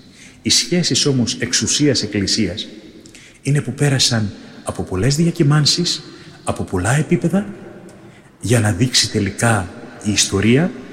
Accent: Greece; Αγαπάω την πατρίδα μου.

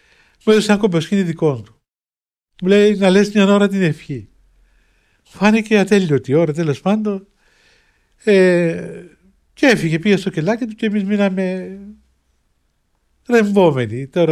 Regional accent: Cyprus; εγώ είμαι Κύπριος, μόλις φτάνει από την Κύπρο και δεν το ξέρω, πού να σκεφτώ τίποτα άλλο

